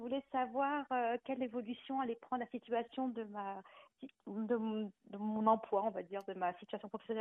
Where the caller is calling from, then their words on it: Provence-Alpes-Côte d'Azur, France; Déjà de Maritime, près d'Antibes.